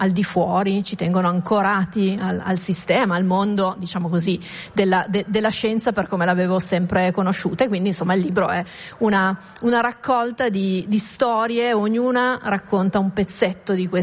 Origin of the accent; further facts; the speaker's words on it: Turin, Piedmont, Italy; Tra l'altro io sono di Torino e Stamina nasce a Torino da Vannoni.